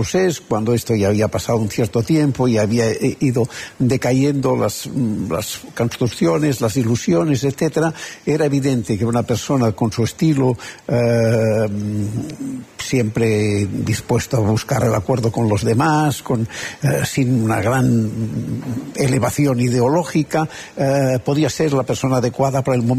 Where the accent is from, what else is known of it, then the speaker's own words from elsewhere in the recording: Catalonia, Spain; Es un poco difícil porque yo soy ciudadano de España, pero catalán, que es